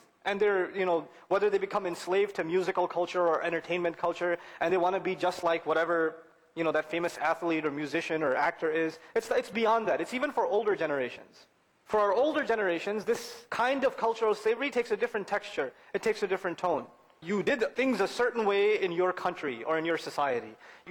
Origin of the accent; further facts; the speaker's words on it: Pakistan; I'm from Pakistan originally, and this is a problem in Pakistan, I'll tell you.